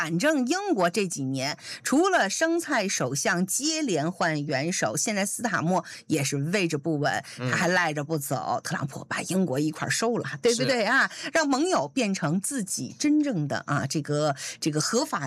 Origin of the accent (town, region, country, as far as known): New Zealand